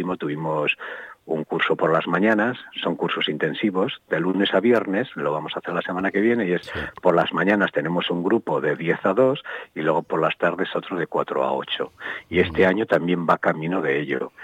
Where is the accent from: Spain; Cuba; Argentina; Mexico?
Spain; Castro Urdiales, Cantabria; yo soy de Cantabria, soy de Castrurdiales